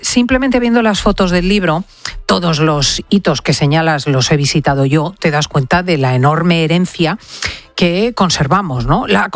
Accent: Spain; Porque, como los españoles sabemos así, estamos siempre a vueltas.

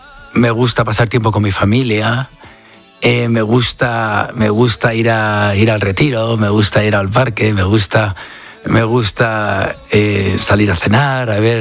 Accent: Spain; first language Spanish; moved away; para aquí, para mi país

